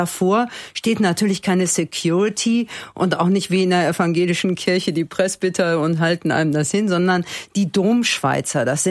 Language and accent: German; Cologne, North Rhine-Westphalia, Germany; wie lange ich eigentlich schon auch als Kölnerin nicht mehr so zum Besichtigen